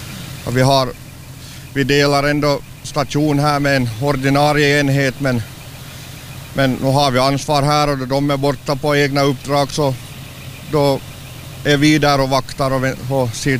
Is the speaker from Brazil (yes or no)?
no; Houtskär, Southwest Finland, Finland; Jag är hemma från Hotskär egentligen och där är grunderna egentligen och där är avståndet ännu längre